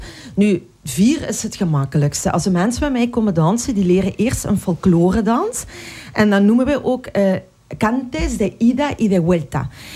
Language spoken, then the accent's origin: Dutch; Seville, Andalusia, Spain; Wij zijn afkomstig van Sevilla. Like de Italianen de Tarantella hebben en de Grieken de Zirtaki, hebben wij een Sevillana.